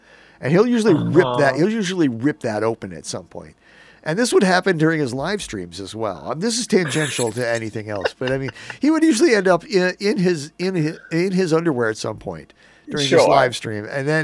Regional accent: Binghamton, New York, United States; I said, I come up from Binghamton.

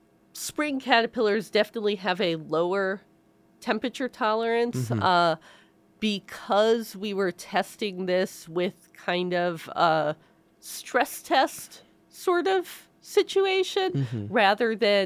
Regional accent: St. Louis, Missouri, United States; moved away as an adult; also born or lived in Costa Rica; I grew up around St. Louis

